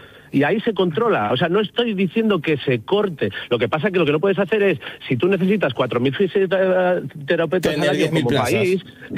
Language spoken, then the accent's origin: Spanish; Spain; yo como contribuyente español adelanto una cantidad de dinero con mis impuestos